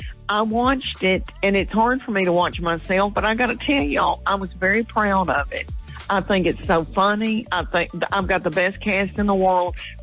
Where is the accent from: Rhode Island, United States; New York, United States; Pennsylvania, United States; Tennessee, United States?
Tennessee, United States; Adams; And I'm from Adams, Tennessee, right outside of Nashville.